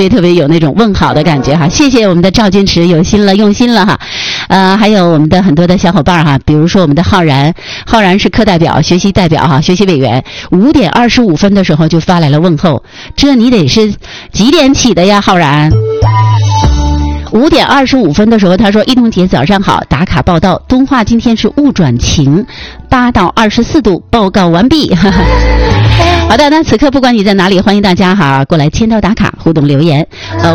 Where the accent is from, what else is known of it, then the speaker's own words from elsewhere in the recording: Northeast China, China; 咱东北人就是豪爽热情